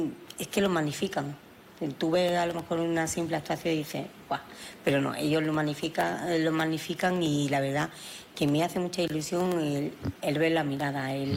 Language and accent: Spanish; Albolote, Andalusia, Spain; mi pueblo es un pueblo muy acogedor